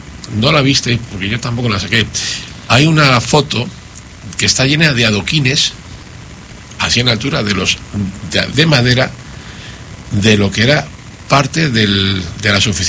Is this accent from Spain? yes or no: yes; Spain; vengo de España que nosotros potenciamos mucho ese tipo de turismo.